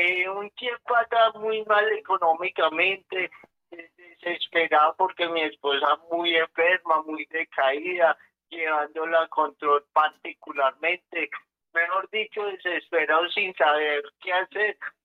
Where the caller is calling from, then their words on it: Bogotá, Bogotá Capital District, Colombia; De aquí a Bogotá, el barrio Monte Carlo, profesor.